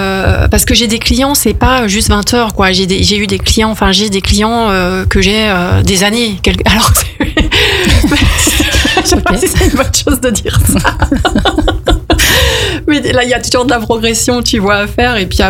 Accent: France; je suis française.

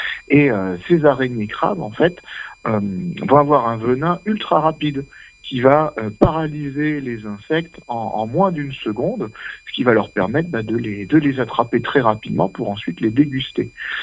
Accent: France; Chez nous, en France

